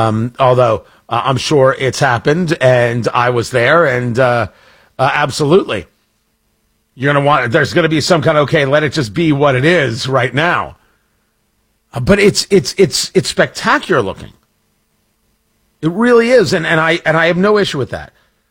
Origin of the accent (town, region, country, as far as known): Middletown, New Jersey, United States; born or raised there